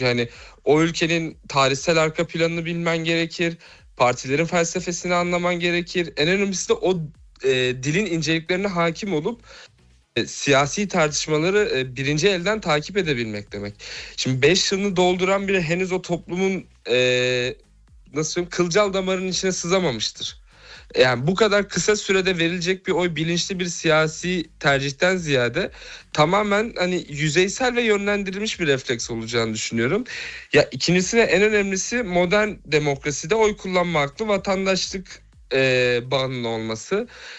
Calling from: Bremen, Germany; Bremen'den bağlanıyorum size. Çok severek dinliyorum. Aynı zamanda Bremen Üniversitesi'nde bir öğrenciyim.

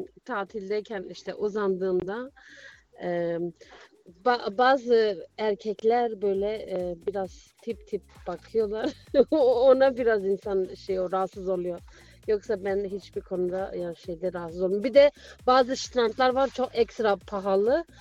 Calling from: Frankfurt, Hesse, Germany; ben, Frankfurt'tan.

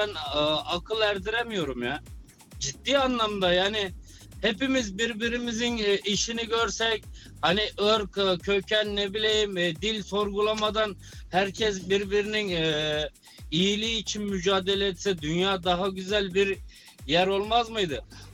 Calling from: Berlin, Germany; ben Berlin'den.

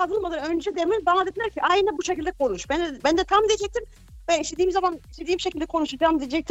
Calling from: Germany; Almanya'dan katılıyorum …'den. 44 yaşındayım.

